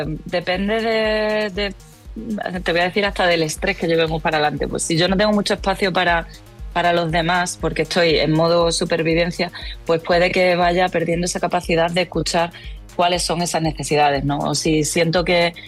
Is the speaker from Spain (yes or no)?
yes; Extremadura, Spain; moved away; Pues siendo yo extremeña y no viviendo en Extremadura